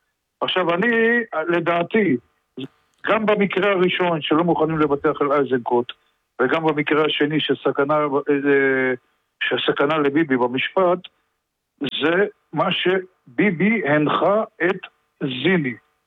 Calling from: Petah Tikva, Central District, Israel; אני מפתח תקווה.

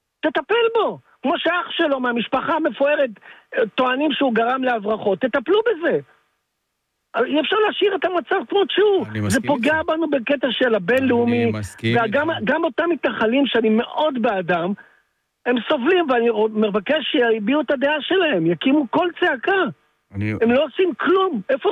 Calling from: Rishon LeZion, Central District, Israel

